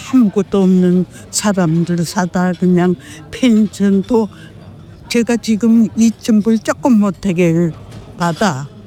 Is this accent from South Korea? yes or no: no; Hwanghae, North Korea; now in Australia; 고향은 황해도. 지금 딱 100. 피란 나와서 새밤 자고 들어간다고 그랬는데 이렇게 영원히 못 들어가.